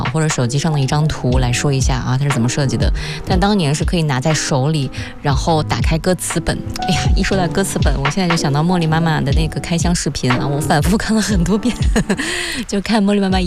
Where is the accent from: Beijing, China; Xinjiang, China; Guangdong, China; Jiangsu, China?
Jiangsu, China; Nantong; moved away; 像我的老家南通